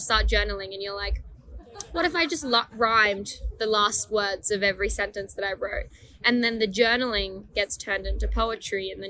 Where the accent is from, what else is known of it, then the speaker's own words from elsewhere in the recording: Iran; English is a second language; now in Australia; I moved here in 2013. I didn't know how to speak English. I'm originally from Iran. And so I learned English with music.